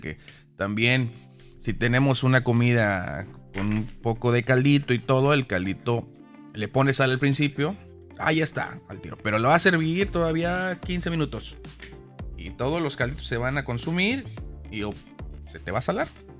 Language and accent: Spanish; Mexico; Que quede claro, soy mexicano.